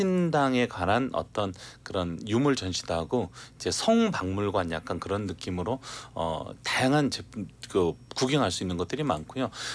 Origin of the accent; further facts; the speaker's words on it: Samcheok, Gangwon, South Korea; 저는 어디 출신이냐면 강원도 삼척 임원이 제 고향이에요.